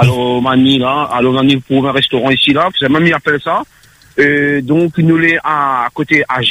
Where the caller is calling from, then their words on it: Réunion; moi, j'habite à Réunion